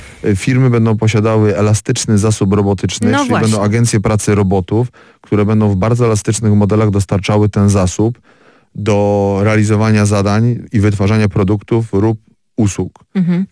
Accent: Opole, Opole Voivodeship, Poland; Oczywiście jesteśmy Polakami z Opola

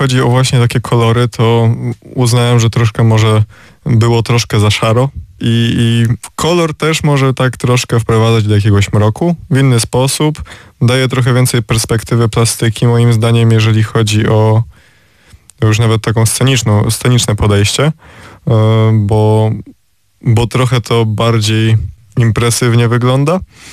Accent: Wrocław, Lower Silesian Voivodeship, Poland; jestem z Wrocławia tak od urodzenia, powiedzmy

